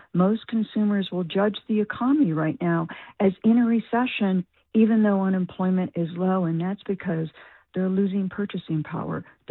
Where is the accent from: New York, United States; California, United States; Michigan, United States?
Michigan, United States; Detroit; That, of course, was the extreme in the 1970s, which I grew up with in the Detroit area in the 1970s.